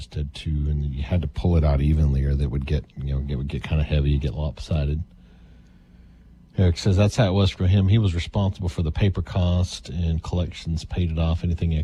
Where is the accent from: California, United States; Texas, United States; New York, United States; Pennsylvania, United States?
Texas, United States; Odessa; When we grew up in Odessa, Texas